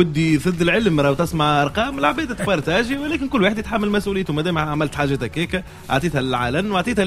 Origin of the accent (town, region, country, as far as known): Tunisia